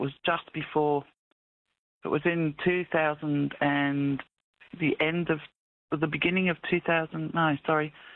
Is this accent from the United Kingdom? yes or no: yes; Yorkshire and the Humber, United Kingdom; So we're from Yorkshire, and that's where he's from, like Rotherham area, and my mum.